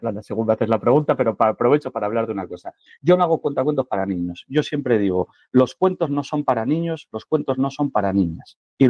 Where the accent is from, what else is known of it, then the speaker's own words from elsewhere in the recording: Asturias, Spain; Yo incluso en mi tierra, en Asturias